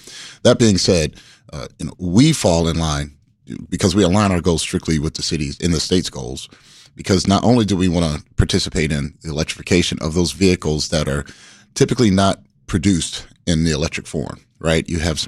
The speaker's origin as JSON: {"language": "English", "town": "Atlanta", "region": "Georgia", "country": "United States", "moved": "yes", "lives_now": "Chicago area, United States", "said": "I'm new to the area. I'm from Atlanta."}